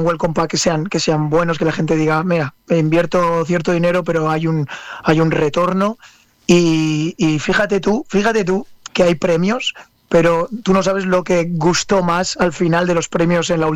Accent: Spain; los españoles somos clásicos para...

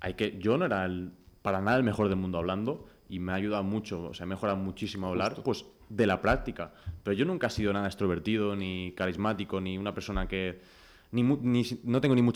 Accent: Mallorca, Balearic Islands, Spain; Soy de Mallorca, tengo 23 años

